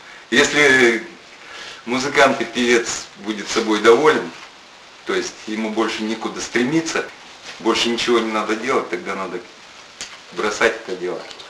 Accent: Sakhalin Oblast, Russia; now in Ufa, Russia; Я приехал с Сахалина. В солнечную Уфу.

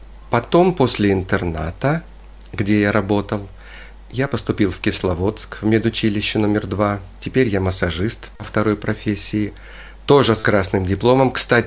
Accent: Kaliningrad, Kaliningrad Oblast, Russia; Учился в школе-интернате для слабовидящих детей в Калининграде.

